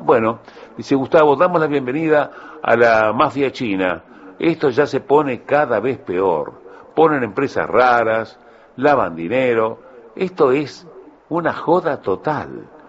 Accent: Uruguay; como uruguayos que somos.

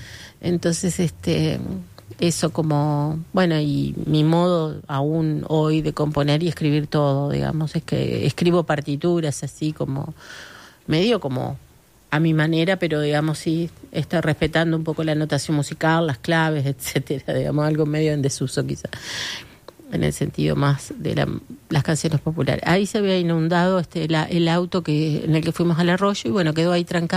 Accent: Paysandú, Uruguay; me crié viendo boxeo en Paysandú

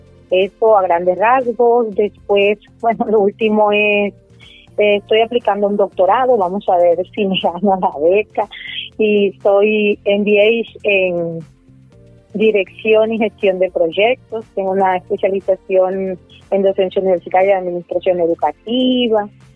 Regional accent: Valledupar, Cesar, Colombia; also born or lived in Sogamoso, Boyacá; una ciudad fría, pero hermosa, del departamento de Boyacá, Sogamoso, principalmente es mi tierra de nacimiento, pero muy pequeña me llevaron mis padres, me trajeron para Valledupar Cesar, tierra que ustedes conocen, de acordeones, de música, de cultura vallenata, de amor, de comidas deliciosas.

